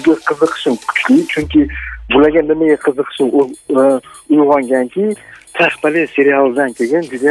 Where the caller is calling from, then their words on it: Tashkent, Uzbekistan; Toshkentdan.